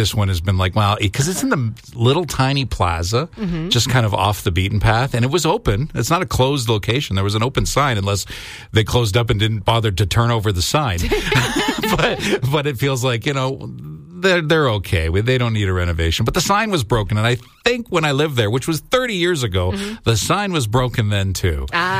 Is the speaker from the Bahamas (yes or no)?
no; Brampton, Ontario, Canada; now in Barrie, Canada; I went back to my hometown of Brampton on the weekend to see my mom.